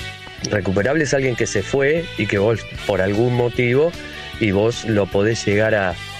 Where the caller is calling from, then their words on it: La Plata, Buenos Aires Province, Argentina; de La Plata.